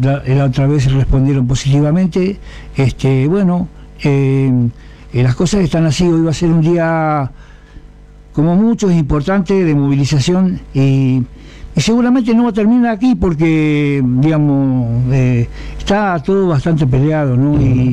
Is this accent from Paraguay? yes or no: no; Argentina; now in Casilda, Argentina; ciudadanos argentinos